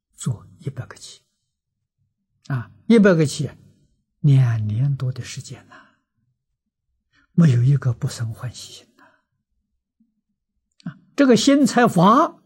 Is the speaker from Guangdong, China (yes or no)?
no; Lujiang, Anhui, China; 在庐江，我的老家